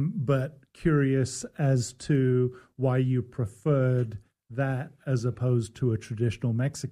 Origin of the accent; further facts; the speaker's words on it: England, United Kingdom; moved away as an adult; I'm obviously originally from England. And my experience when I came here in 88, I was 23 years old, went traveling, ended up here, long story.